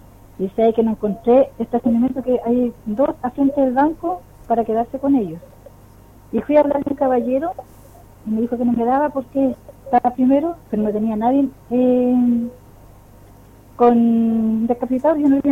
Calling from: Campanario, Ñuble, Chile; yo soy de Campanario.

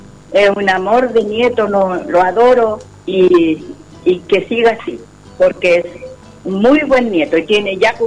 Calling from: Chile; De Cerro Merquín.

